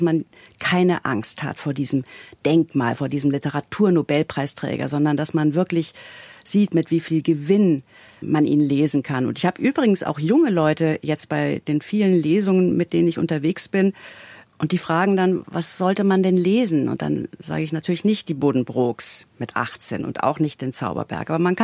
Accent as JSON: {"language": "German", "region": "Bavaria", "country": "Germany", "tie": "born or raised there", "said": "Mein Kindheits- und Jugendsee ist ja eigentlich der Starnberger See. Ich komme aus dem Isartal."}